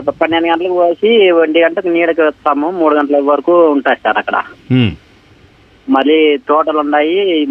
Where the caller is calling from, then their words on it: Kodimi, Andhra Pradesh, India; మాది అనంతపురం జిల్లా కొడిమి నుంచి … మాట్లాడుతున్నా సార్.